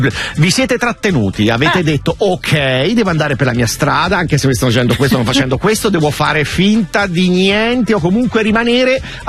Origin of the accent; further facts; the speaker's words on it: Perugia, Umbria, Italy; Io vengo da Perugia dove insomma abbiamo una squadra pazzesca femminile